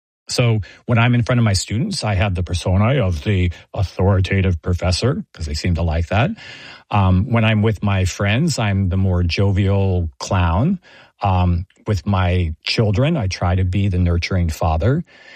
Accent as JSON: {"language": "English", "region": "Texas", "country": "United States", "said": "the one thing that people found most interesting about me was that I was from Texas. And at the time, this is especially girls. And so ironically, I found myself playing up my Texan-ness."}